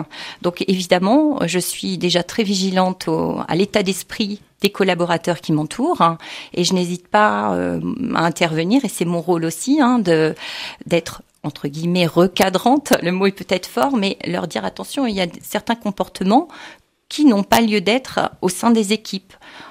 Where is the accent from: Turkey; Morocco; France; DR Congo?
France; Centre-Val de Loire; Je suis originaire du Loir-et-Cher et j'exerce depuis de nombreuses années en Touraine.